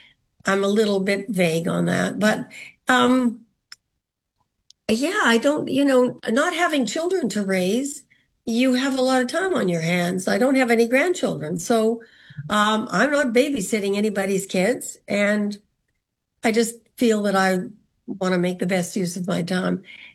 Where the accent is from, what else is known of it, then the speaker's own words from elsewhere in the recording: Winnipeg, Manitoba, Canada; moved away; Growing up in Montreal and growing up in Winnipeg are probably at the opposite ends of the spectrum.